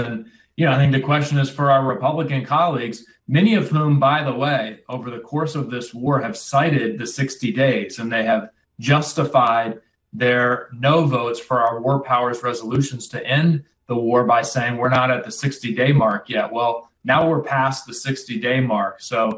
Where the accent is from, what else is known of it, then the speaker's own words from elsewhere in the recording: Virginia, United States; Well, look, I come from the Commonwealth of Virginia